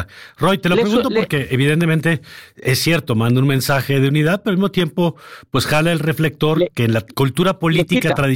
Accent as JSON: {"language": "Spanish", "region": "Tabasco", "country": "Mexico", "said": "además le contaba yo que vengo de Tabasco, ya se imaginará el peso que sigue teniendo en ese estado la figura de López Obrador"}